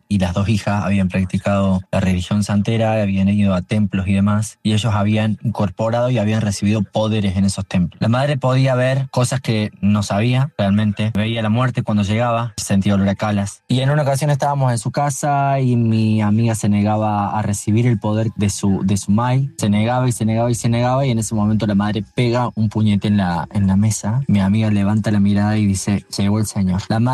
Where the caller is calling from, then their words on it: Villa María, Córdoba, Argentina; de Villa María.